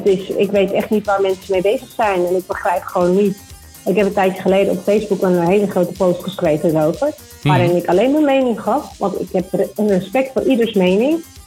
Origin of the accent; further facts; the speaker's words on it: Netherlands; now in Spain